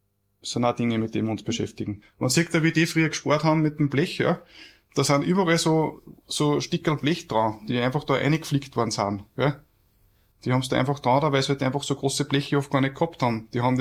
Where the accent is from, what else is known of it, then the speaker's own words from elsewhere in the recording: Austria; Das ist ganz, ganz was Traditionelles bei uns in Österreich einfach auch